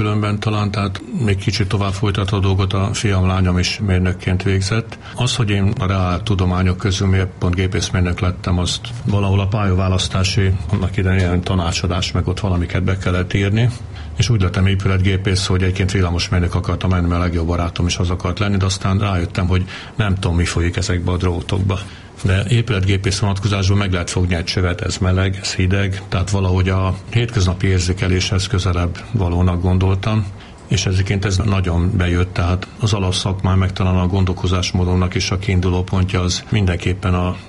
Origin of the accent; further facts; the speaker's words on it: Alsóörs, Veszprém County, Hungary; Így gyerekeskedtem a gyógyszertár környékén Alsősön